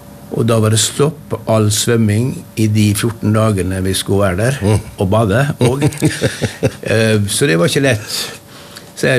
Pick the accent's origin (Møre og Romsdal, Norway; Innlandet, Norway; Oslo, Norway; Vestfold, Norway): Møre og Romsdal, Norway; Kristiansund; moved away; Så hadde jeg en liten lansering i Kristiansund i min hjemby